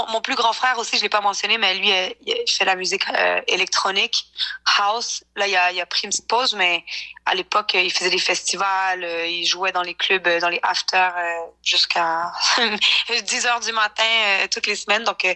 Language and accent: French; Montreal, Quebec, Canada; also born or lived in Cuba; Mes deux parents sont québécois, mais j'ai grandi à Montréal, donc je me considère 100% montréalaise.